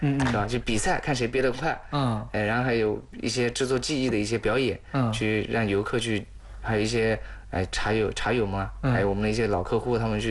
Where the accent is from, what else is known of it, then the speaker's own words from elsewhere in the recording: Anhui, China; 到祁门又要去打车打到我们乡下